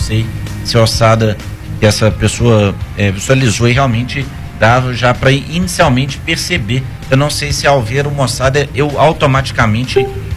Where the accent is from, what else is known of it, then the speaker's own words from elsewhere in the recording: Ouro Preto, Minas Gerais, Brazil; Eu sou de Ouro Preto